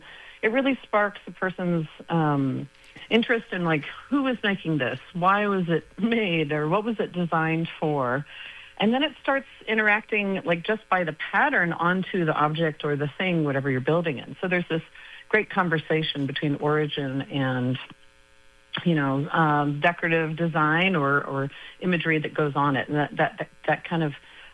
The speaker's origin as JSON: {"language": "English", "region": "Montana", "country": "United States", "tie": "born or raised there", "moved": "yes", "said": "Growing up in Montana"}